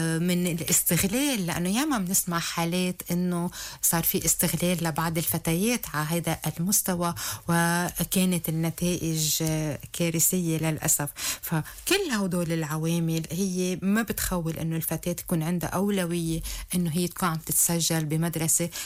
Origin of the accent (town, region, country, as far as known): Lebanon